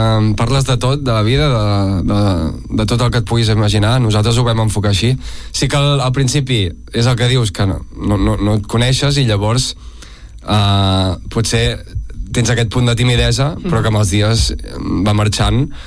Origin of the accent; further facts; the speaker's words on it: Catalonia, Spain; jo m'estimo molt el català, sóc català